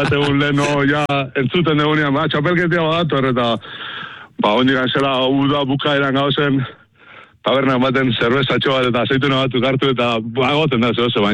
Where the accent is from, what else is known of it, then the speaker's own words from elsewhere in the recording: Mendaro, Basque Country, Spain; ni Mendarokoa naiz, baina nire ama zan auto hortakoa.